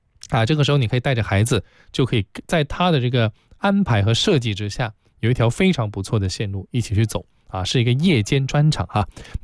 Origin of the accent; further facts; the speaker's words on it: Guangdong, China; 我们广东人，真的是很多人在从小看他的作品看到大